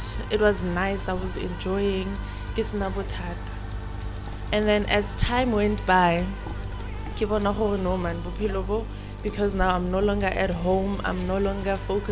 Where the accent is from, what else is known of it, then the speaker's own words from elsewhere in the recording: Carletonville, Gauteng, South Africa; I am from Carltonville. I'm a 25-year-old, and go bua ka experience ya ka from where I come from.